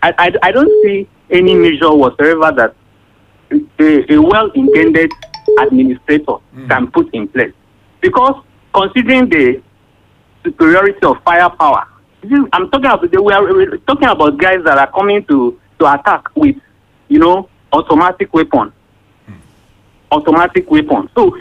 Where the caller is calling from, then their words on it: Akure, Ondo, Nigeria; I'm calling from Akure.